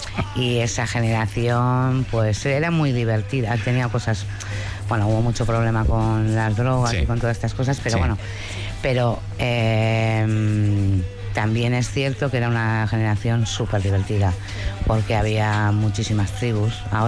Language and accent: Spanish; Bilbao, Basque Country, Spain; he nacido en Bilbao.